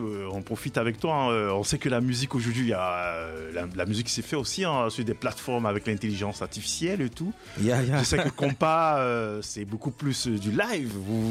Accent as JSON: {"language": "French", "country": "Côte d’Ivoire", "tie": "born or raised there", "said": "je suis originaire de la Côte d'Ivoire, l'Afrique et tout."}